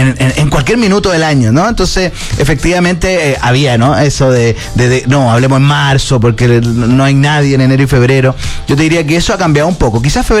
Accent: Chile; nuestras tradiciones, sobre lo que somos como chilenos.

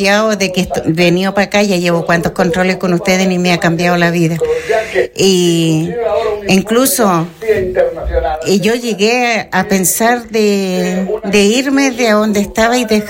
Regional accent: Combarbalá, Coquimbo, Chile; Yo soy de acá de Combarbalá.

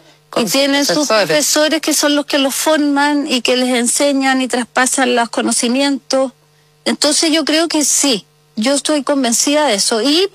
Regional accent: Santiago, Santiago Metropolitan Region, Chile; born there

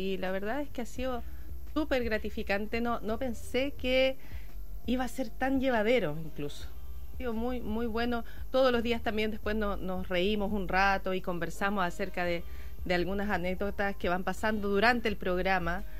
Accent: Valparaíso, Chile; yo soy porteña de corazón

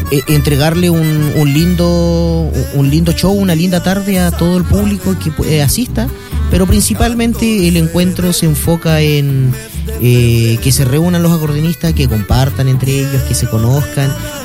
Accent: Magallanes and Chilean Antarctica, Chile; para nosotros como magallánicos.

